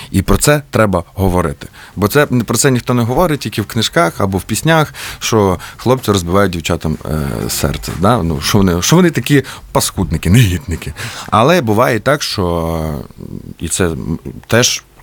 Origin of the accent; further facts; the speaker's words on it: Kolomyia, Ivano-Frankivsk Oblast, Ukraine; moved away; Ну, Коломия. Я завжди пишався те, що я з Коломиї. Бо це, по-перше, це найбільше місто в нашій Франківській області.